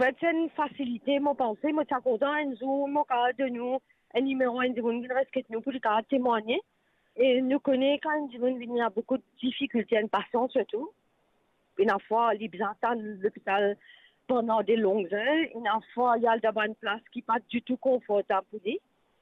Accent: Mauritius; j'étais en difficulté quand je suis de Maurice.

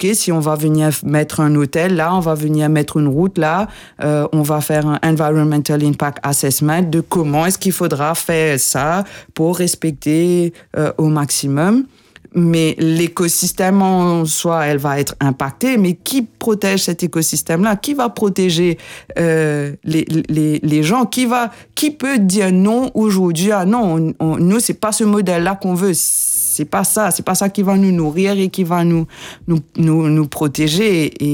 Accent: Mauritius; en tant que peuple, en tant que Mauricien

